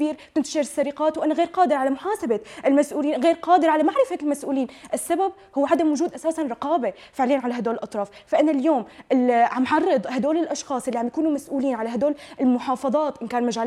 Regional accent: Syria; هذا الشيء ما بنختلف عليه كسوريين

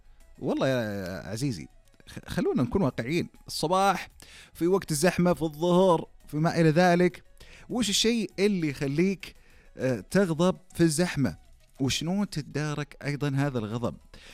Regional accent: Taif, Makkah Province, Saudi Arabia; moved away; أنا يعني نشأت وترعرعت في الطائف، بس ما اشتقت له.

